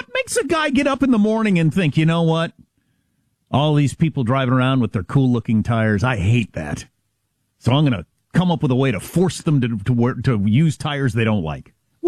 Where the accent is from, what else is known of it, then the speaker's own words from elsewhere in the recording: United States; As an American